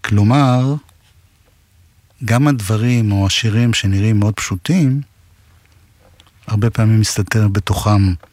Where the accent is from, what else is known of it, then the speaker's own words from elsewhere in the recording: Jerusalem, Jerusalem District, Israel; כיוון ששנינו גדלנו באותה עיר, אני יליד 54, היא כמה חודשים אחריי, העיר היא ירושלים.